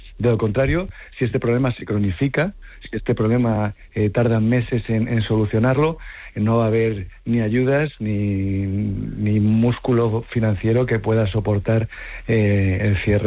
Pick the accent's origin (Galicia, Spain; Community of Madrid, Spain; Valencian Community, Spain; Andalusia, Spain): Community of Madrid, Spain; Madrid; now in Ceuta, Spain; porque yo soy madrileño, yo conocí Ceuta cuando en el año 2001 y me quedé profundamente enamorado.